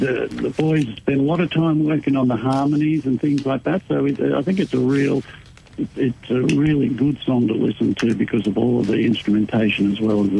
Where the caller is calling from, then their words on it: New South Wales, Australia; I'm actually calling in from the Hunter Valley this morning.